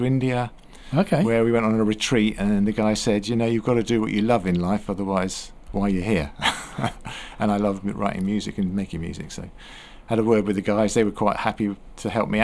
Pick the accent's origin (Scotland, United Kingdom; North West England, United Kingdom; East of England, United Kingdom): East of England, United Kingdom; St Ives; Yeah, well, St Ives. The gigs so far have been in Somersham, St Ives, Buckton, and someone else I can't remember at the moment.